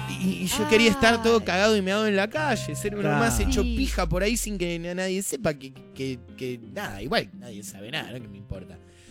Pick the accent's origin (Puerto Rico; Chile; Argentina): Argentina; Buenos Aires; un porteño recontra recogido.